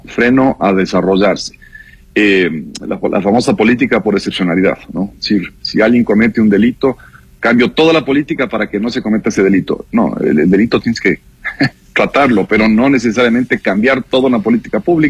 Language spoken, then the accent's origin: Spanish; Ecuador